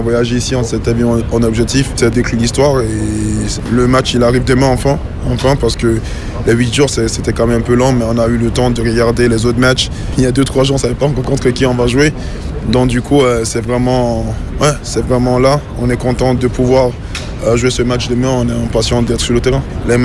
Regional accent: Switzerland; Mais moi je trouve qu'en tant que Suisse, ça montre que beaucoup est possible

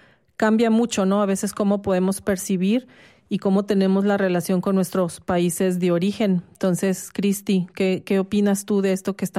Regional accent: Mexico; now in Switzerland; Yo que soy mexicana viviendo como migrante acá en Suiza

